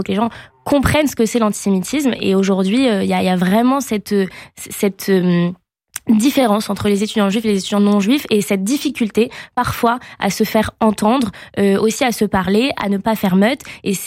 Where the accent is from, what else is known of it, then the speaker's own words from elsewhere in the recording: Nice, Provence-Alpes-Côte d'Azur, France; moved away as an adult; now in Paris, France; je suis née, j'ai grandi à Nice et ensuite, après mon bac, j'ai fait Sciences Po à Paris